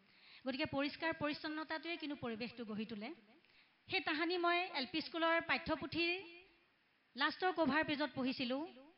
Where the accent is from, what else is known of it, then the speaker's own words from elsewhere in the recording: Assam, India; born there; আমি অসম প্ৰান্তত জন্মগ্ৰহণ কৰিছোঁ